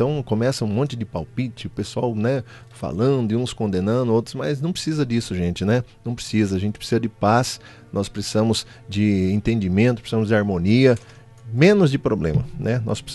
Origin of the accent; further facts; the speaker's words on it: Brazil; Nós somos brasileiros, né?